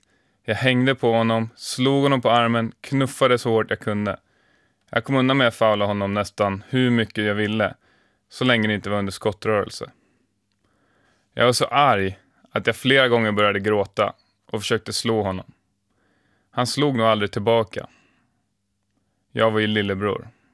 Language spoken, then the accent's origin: Swedish; Nacka, Stockholm County, Sweden; Vi spelade mot varandra i alla hallar som fanns hemma i Nacka, men oftast hemma på garageuppfarten.